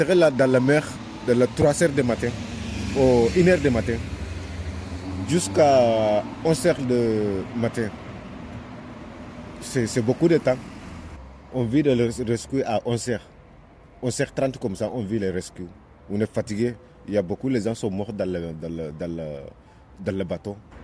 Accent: Gambia; French is a second language; moved away as an adult; also born or lived in Italy / Libya / Niger; now in Marseille, France; J'ai venu depuis Gambie.

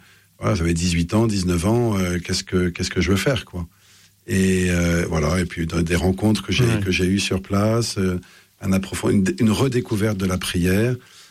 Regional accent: Paris, Île-de-France, France; now in Lille, France; je suis un Parisien indécrottable, j'ai vécu 54 ans à Paris

